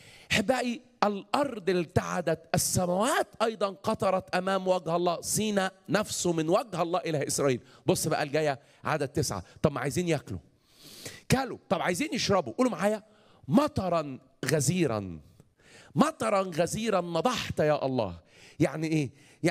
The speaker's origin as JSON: {"language": "Arabic", "country": "Egypt", "said": "عندنا في مصر لما حبوا يعني حلوها شويه"}